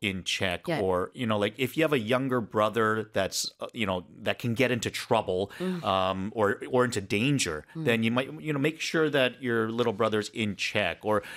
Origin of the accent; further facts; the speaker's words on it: Canada; now in South Korea; growing up in Canada